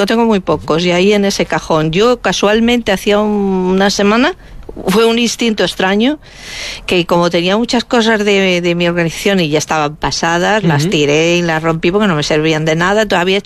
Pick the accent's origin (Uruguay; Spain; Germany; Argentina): Spain; Además, yo soy también española, entonces